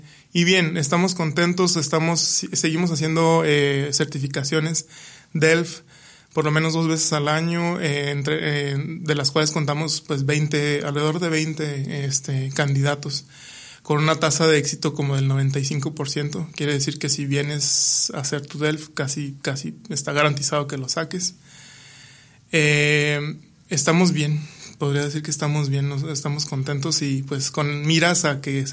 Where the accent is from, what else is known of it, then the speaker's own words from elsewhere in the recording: Mexico; Sor Juana fue ahora sí que una pionera en mi país, que es México.